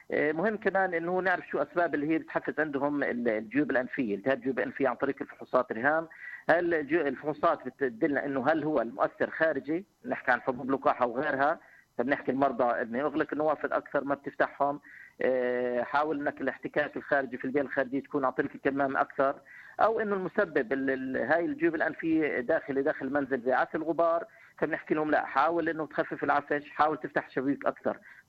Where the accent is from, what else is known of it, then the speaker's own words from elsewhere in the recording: Palestine; نحن كشعب فلسطيني